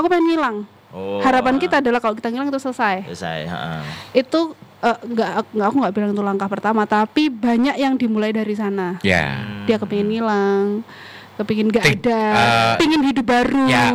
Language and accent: Indonesian; Malang, East Java, Indonesia; Kalau karena aku orang Malang ya.